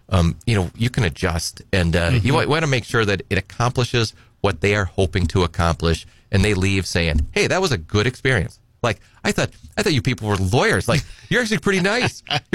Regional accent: Edgar, United States; I'm from Edgar

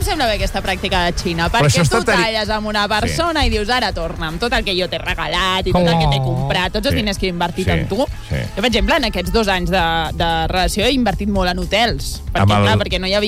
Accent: Catalonia, Spain; jo soc molt catalana.

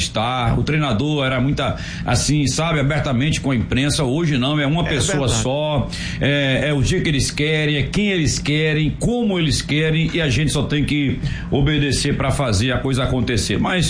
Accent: Jacobina, Bahia, Brazil; Eu, na minha época, eu cresci em Jacobina, ouvindo rádio, ouvindo Rádio Sociedade da Bahia, ouvindo Rádio Globo, Rádio Tupi e as rádios da capital.

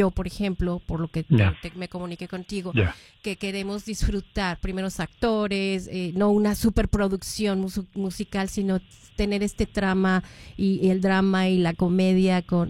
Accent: Mexico City, Mexico; porque yo soy de la Ciudad de México

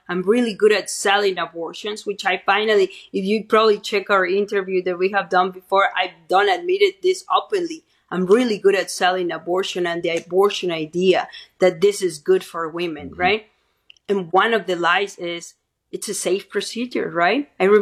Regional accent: Mexico; moved away; I'm an immigrant. I'm from Mexico.

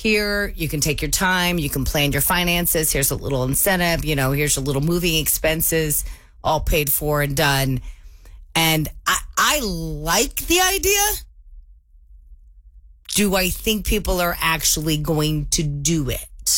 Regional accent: Kansas City, Missouri, United States; moved away; also born or lived in Florida; I moved here from Florida a couple years ago, back to my hometown of Kansas City.

